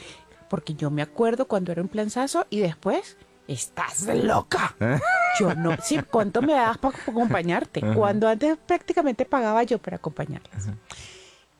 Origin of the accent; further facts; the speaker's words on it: Valencia, Carabobo, Venezuela; yo soy de Valencia